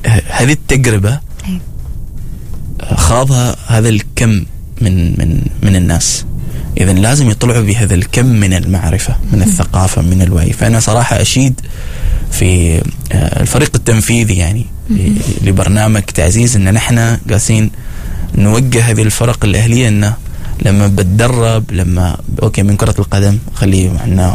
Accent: Oman

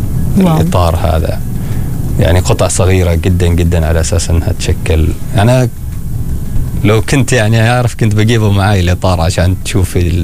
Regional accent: Oman; نحن في عمان موجود عندنا، لكن اللي موجود عندنا في عمان لونين فقط

